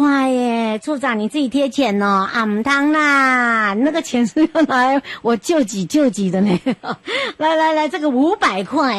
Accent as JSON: {"language": "Chinese", "country": "Taiwan", "tie": "born or raised there", "said": "再一次陪着大家爬爬再回到我的故乡花东纵谷秋游"}